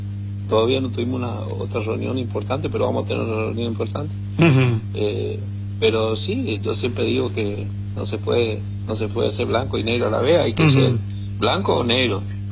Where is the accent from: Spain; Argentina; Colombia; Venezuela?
Argentina; Misiones; Yo simplemente pienso en lo que es Misiones, en lo que es mi pueblo, y nada más.